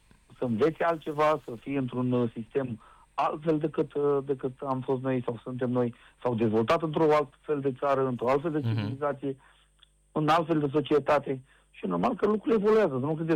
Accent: Romania

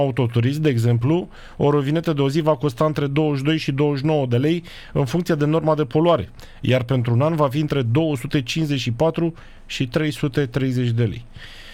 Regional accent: Bucharest, Romania; eu sunt din București, provenit din altă zonă.

